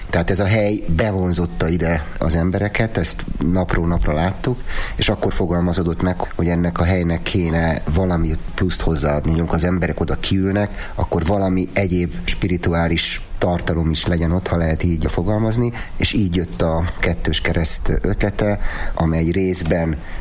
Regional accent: Budapest, Hungary; now in Badacsony, Hungary; jó magam, a feleségem, a családom, hogy a budapestiek vagyunk. 10 éve kezdtünk itt vállalkozásba, Badacsonyba, panzió és borászat. Mondanám azt, hogy ilyen második otthonunk lett Badacsony.

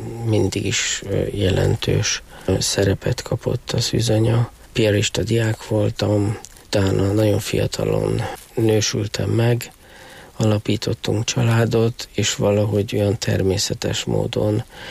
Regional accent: Budapest, Hungary; ahogy a gyerekkoromban jártam, a Budapesten, a 8. kerületben

